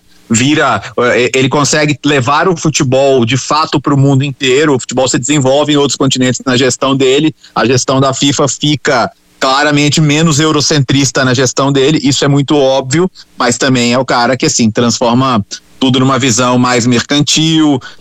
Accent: Belo Horizonte, Minas Gerais, Brazil; Até então, pô, um ano depois, assim, eu sou de BH, sou atleticano, lembro

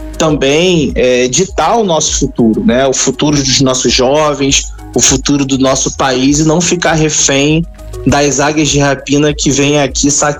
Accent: Brazil; Nós somos brasileiros

